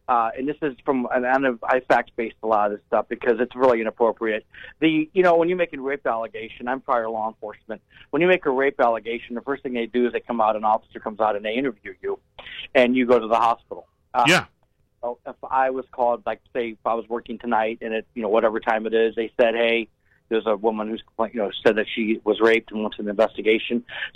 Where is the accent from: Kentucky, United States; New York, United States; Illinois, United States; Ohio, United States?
Ohio, United States; North Canton; I mean, I go where I grew up in North Canton.